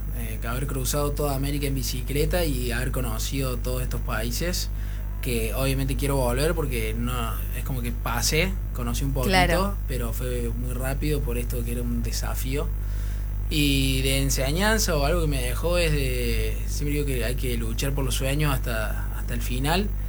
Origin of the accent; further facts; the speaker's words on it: Argentina; soy Argentina